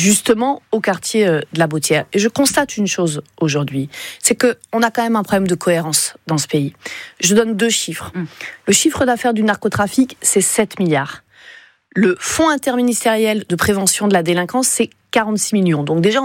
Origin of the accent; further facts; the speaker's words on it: Nantes, Pays de la Loire, France; Vous avez vu la situation chez nous à Nantes